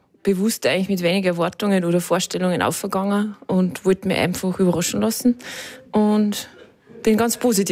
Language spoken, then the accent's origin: German; Upper Austria, Austria; Ich komme aus dem Innviertel, also eine kleine Gemeinde in Braunau